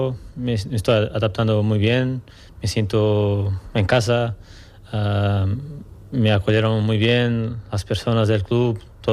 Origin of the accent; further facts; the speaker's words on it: Algarve, Portugal; Spanish is a second language; moved away as an adult; now in Almería, Spain; Yo soy de sur de Portugal, Algarve, que es como un poco como aquí, como Almería, la temperatura, mucho calor también, una ciudad muy pequeña también, pues eso es muy parecido.